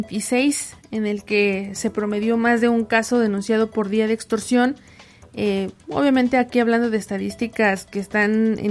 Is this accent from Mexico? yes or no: yes; Mexico